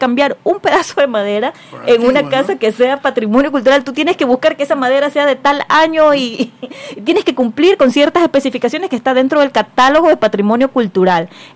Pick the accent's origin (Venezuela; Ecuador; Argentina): Ecuador; Guayaquil, Guayas; tenemos que cuidar lo que nos identifica también como guayaquileños.